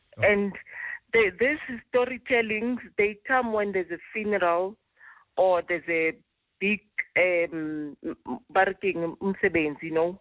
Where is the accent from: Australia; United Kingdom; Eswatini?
Eswatini; when you hear somebody says, Ngwakangwane, and I'm from Swaziland